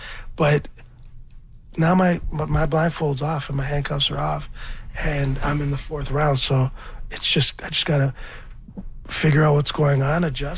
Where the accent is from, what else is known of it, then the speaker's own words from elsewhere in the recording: Scarborough, Ontario, Canada; I'm from Scarborough. I'm a rapper.